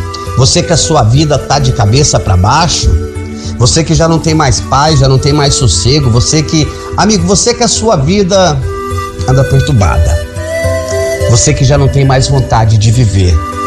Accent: Bahia, Brazil; Sou baiano, sou médium, sou espírita, sou paranormal de nascença.

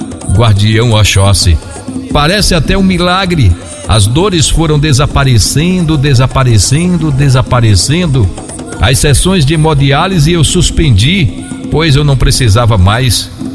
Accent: Jaborandi, Bahia, Brazil; Espírito Santo. Eu sou de Jaborandi, na Bahia.

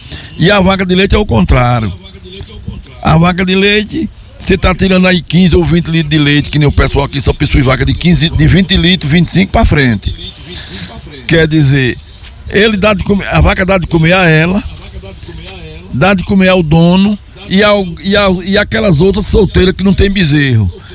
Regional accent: Paraná, Brazil; also born or lived in Sergipe / São Paulo; porque eu não nasci aqui, quer dizer, nasci no estado de Sergipe, mas fui criado quase no Paraná e São Paulo, no interior.

